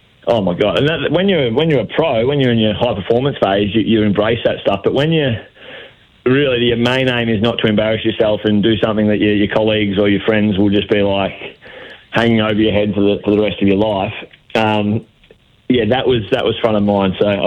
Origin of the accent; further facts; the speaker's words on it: Shepparton, Victoria, Australia; I'm from Shepparton originally, played 4 games up in Shep for my junior club